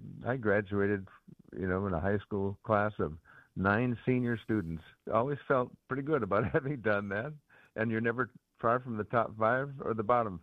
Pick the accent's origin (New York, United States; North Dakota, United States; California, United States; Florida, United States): North Dakota, United States; Regent; I was born in Dickinson, North Dakota, at St. Joseph's Hospital, and they took me back to Regent. I think it's a town of, it was about 280 people or so.